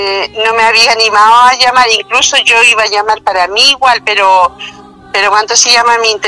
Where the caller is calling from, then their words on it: Lanco, Los Ríos, Chile; Porque nosotros somos de Lanco.